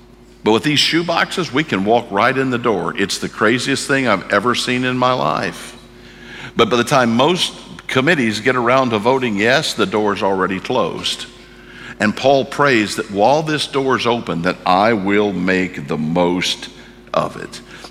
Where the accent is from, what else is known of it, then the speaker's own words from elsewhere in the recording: St. Louis, Missouri, United States; I grew up in St. Louis.